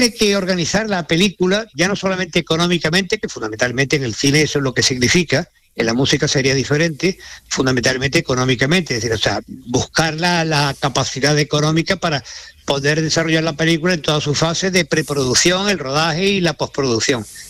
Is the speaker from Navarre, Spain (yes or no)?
no; Andalusia, Spain; accent: Andalusian; como somos andaluces, también con acento.